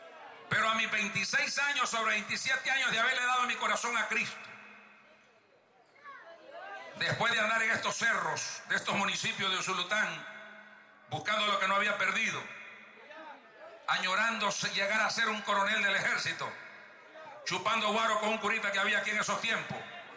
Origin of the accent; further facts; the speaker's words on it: Honduras; moved away; porque yo soy hondureño.